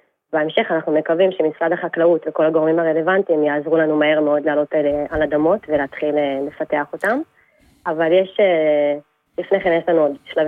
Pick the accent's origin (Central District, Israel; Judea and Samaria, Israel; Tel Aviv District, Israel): Judea and Samaria, Israel; Mitzpe Kramim; also born or lived in Kida; אנחנו, ההורים שלי הקימו את מצפה קרמים, שזה באזור של כוכב השחר, וגרנו גם קרוב שם ביישוב שנקרא קידה.